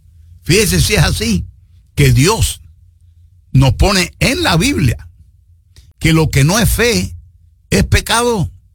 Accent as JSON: {"language": "Spanish", "country": "Cuba", "tie": "born there", "moved": "yes", "said": "en mi tierra donde yo nací, llegó un chacal ahí en el año 1959 y acabó con ese país."}